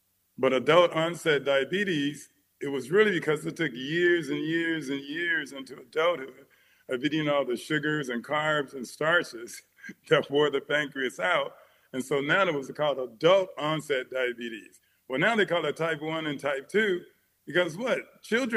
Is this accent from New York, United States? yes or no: no; Los Angeles, California, United States; I'm number 10 of 12 kids. I grew up in Watts, South Central, whatever you want to call it. But anyway, we were welfare recipients.